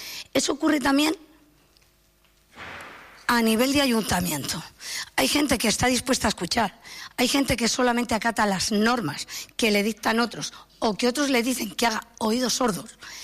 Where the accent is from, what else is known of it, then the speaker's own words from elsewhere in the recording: San Andrés de la Barca, Catalonia, Spain; Soy nativa de San Andrés de la Barca, aunque no soy nacida aquí. Pero vine cuando tenía 9 años, en el 74, al Palau.